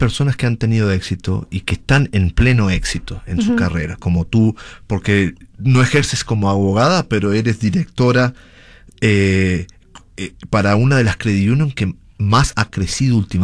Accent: Uruguay; accent: South American; Yo soy de Uruguay, pero es un acento muy similar al argentino también.

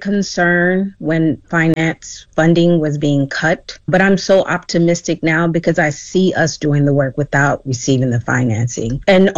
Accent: Gambia; born there; I was born in the Gambia. I live in the Gambia. My children are Gambians. My husband is Gambian.

